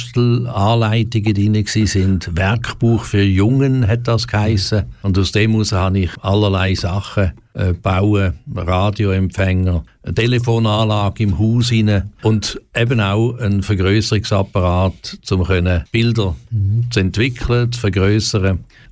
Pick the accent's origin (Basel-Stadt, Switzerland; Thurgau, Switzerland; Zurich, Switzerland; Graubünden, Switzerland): Thurgau, Switzerland; Romanshorn; also born or lived in Münsterlingen; now in Canton of Aargau, Switzerland; Also geboren bin ich im Kanton Thurgau in Münsterlingen und aufgewachsen in Romanshorn. Dort noch Ziegfröhren erlebt auf dem Bodensee und jetzt aber schon seit vielen Jahren im Kanton Aargau daheim.